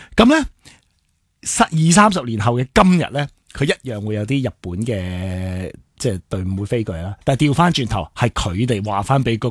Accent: Hong Kong; 我哋香港人

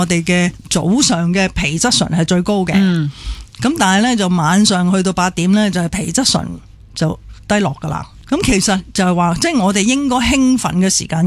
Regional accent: China; 就系、是、我哋中国人嘅道嘅文化咯。

